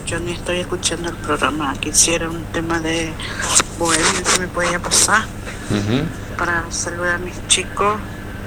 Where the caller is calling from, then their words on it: Gobernador Virasoro, Corrientes, Argentina; de Mirasoro Corriente.